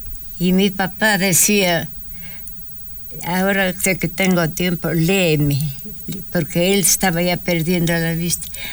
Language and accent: Spanish; San José de Minas, Pichincha, Ecuador; now in Quito, Ecuador; Yo estaba en mi pueblo todavía. No venía todavía a Quito. Yo nací en San José de Minas.